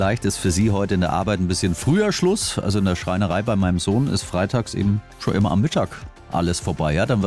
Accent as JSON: {"language": "German", "town": "Augsburg", "region": "Bavaria", "country": "Germany", "tie": "born or raised there", "said": "In meiner Heimat, im FCA-Stadion, das kann nur ein Sieg werden."}